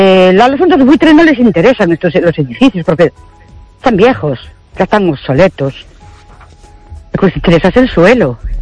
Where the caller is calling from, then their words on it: Ourense, Galicia, Spain; Buenas noches … de Ourense otra vez.